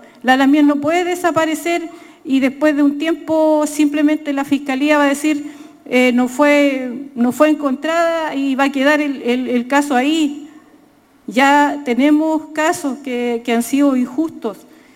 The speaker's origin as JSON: {"language": "Spanish", "country": "Chile", "said": "La solidaridad entre nosotros como mapuches chilenos que estamos en resistencia es lo principal para llevar adelante esto"}